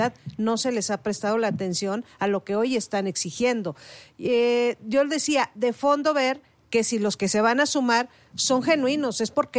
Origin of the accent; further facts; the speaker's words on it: Mexico; Somos muchísimos los mexicanos.